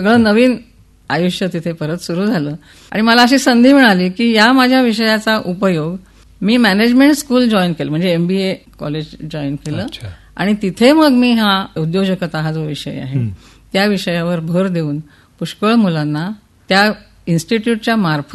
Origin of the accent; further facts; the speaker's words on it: Pune, Maharashtra, India; now in Satara, India; म्हणजे मी लग्न करून पुण्याहून साताऱ्यात आले आणि आनंदात होते, सातारा मला आवडत होते